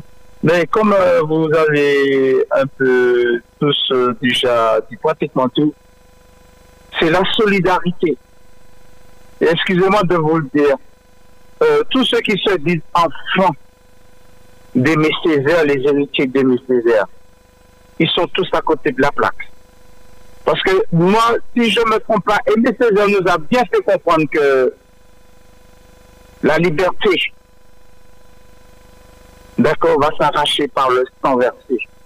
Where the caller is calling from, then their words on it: eastern France, France; Écoute, je suis dans l'est de la France.